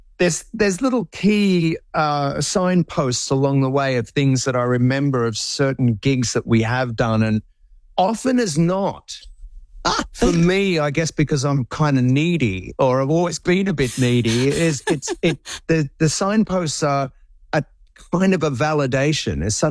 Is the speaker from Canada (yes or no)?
no; Melbourne, Victoria, Australia; in Melbourne that in my hometown